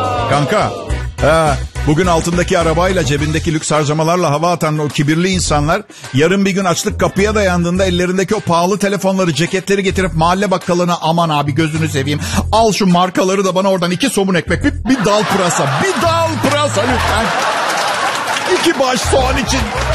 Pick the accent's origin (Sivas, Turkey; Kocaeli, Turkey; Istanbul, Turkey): Istanbul, Turkey; 1970'lerde Şişli'de büyüdüm ben.